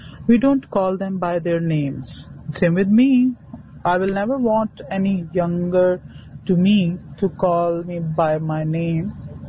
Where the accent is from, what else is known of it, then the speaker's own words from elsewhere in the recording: Islamabad, Islamabad Capital Territory, Pakistan; English is a second language; I am from Pakistan. City is Islamabad. From the culture I belong, usually we do not take the names of our elders.